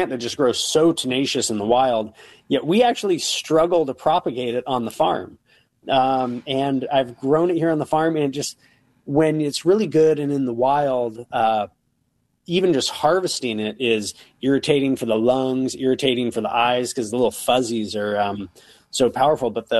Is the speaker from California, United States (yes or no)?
yes; Bakersfield, California, United States; I'm originally from California. Bakersfield, the Central Valley of California, has some of the worst air pollution in the United States.